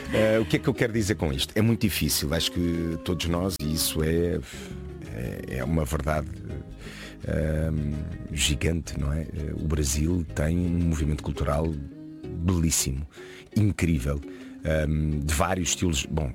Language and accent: Portuguese; Portugal; moved away as an adult; now in Brazil; e falo de Portugal com o maior dos orgulhos, o país onde eu nasci, é o meu país. Eu falo sempre do Brasil e de Portugal com o maior carinho possível. São os países onde eu passei a maior parte da minha vida, um onde eu nasci